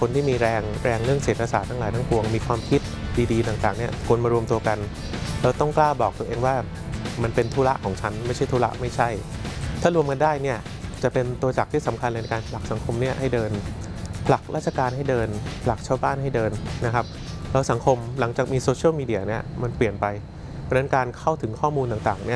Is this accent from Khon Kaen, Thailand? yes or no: no; Bangkok, Thailand